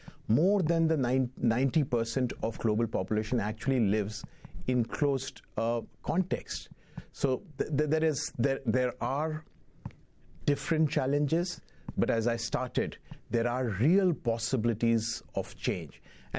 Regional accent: India; Let me start on a personal note. I grew up in India, and UN was all about hope

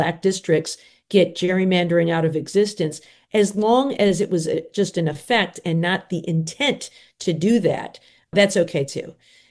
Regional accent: Michigan, United States; In my home state of Michigan, there's a ballot initiative to remove that power from utilities

